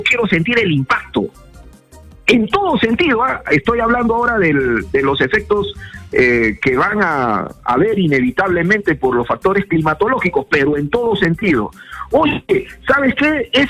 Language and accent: Spanish; Peru; así somos los peruanos, ¿no?